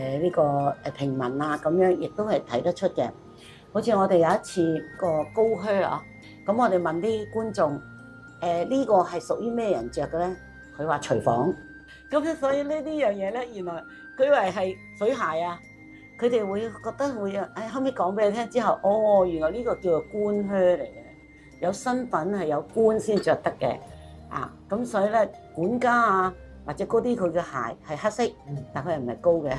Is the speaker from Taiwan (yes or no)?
no; Macau; 我呢就是澳门土生土长的，但是呢就是我是佛山人